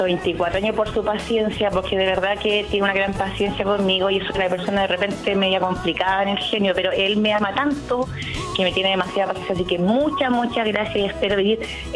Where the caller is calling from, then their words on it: Laja, Biobío, Chile; soy de Laja.